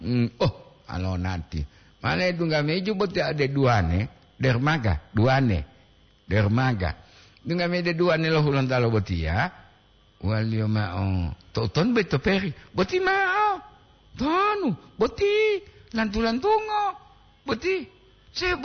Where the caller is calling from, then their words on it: Bitung, North Sulawesi, Indonesia; Nah, ini gua dari Bitung. Nu bekerja di kapal, Kang.